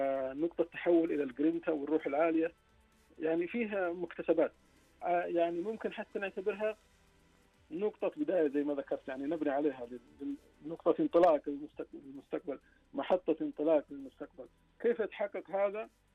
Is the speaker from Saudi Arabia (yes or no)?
yes; Saudi Arabia; أنا كلاعب سعودي